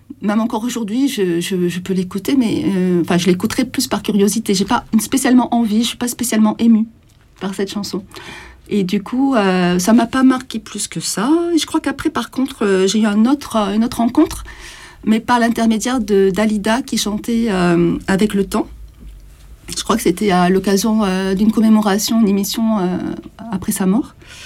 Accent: Provence-Alpes-Côte d'Azur, France; also born or lived in Marseille / Paris; je suis originaire de la Provence, donc je suis allée faire mes études à Marseille, et j'ai travaillé aussi là-bas au départ. Après, je suis venue sur Paris, et je suis repartie à Marseille.

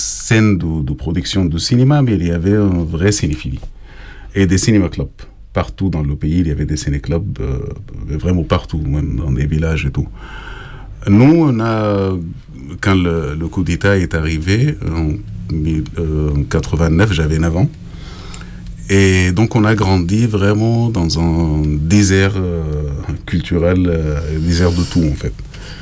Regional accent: Sudan; Je pense jusqu'à les années 80, il y avait un vrai cinéphile au Soudan.

